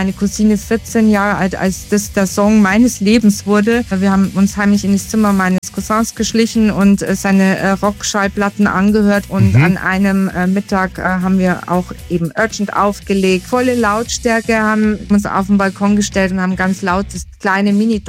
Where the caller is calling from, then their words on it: Anzing, Bavaria, Germany; Ich bin aus Anzing bei München.